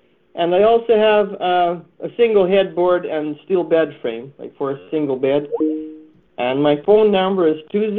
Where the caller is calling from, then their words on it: Enola, Manitoba, Canada; I'm calling from Enola, Manitoba.